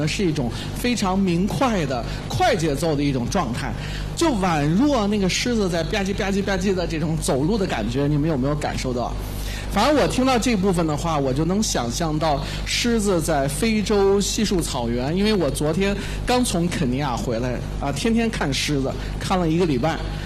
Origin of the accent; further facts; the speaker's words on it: China; 我们中国人